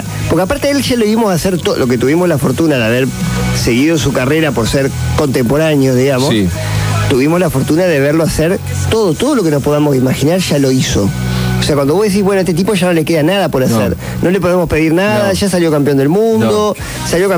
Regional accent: Argentina; lo afortunados que somos los argentinos.

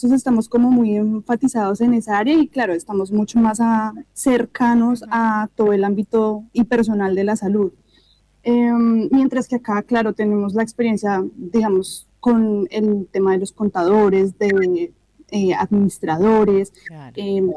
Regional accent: Bogotá, Bogotá Capital District, Colombia; moved away as an adult; now in Concordia, Argentina; Yo en Colombia vivo en Bogotá, en el distrito capital.

